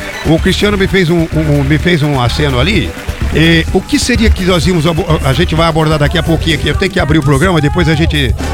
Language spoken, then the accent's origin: Portuguese; Jacarezinho, Paraná, Brazil; a gente tem Jacarezinho na minha terra natal